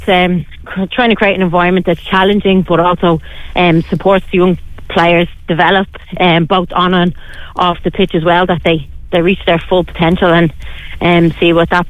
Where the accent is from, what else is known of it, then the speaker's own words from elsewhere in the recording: Enniskerry, Leinster, Ireland; Yeah, I'm actually local, so obviously I'm from Enniskerry. I grew up playing football in Enniskerry as well